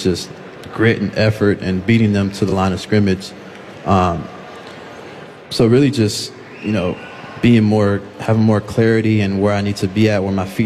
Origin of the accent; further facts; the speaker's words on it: Denison, Texas, United States; moved away as an adult; to leave my hometown of Texas and go all the way to the Midwest was very uncomfortable for me and my family